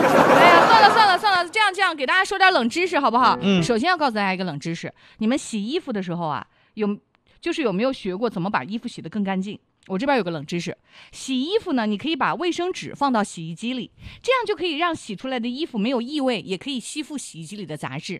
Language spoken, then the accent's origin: Chinese; Hunan, China